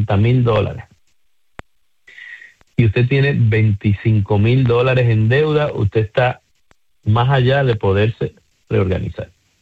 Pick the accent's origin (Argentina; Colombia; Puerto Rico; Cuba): Puerto Rico; Yo soy del área de Coupé